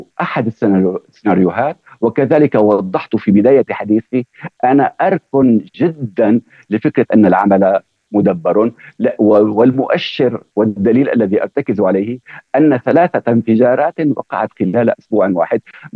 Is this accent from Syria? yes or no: yes; Syria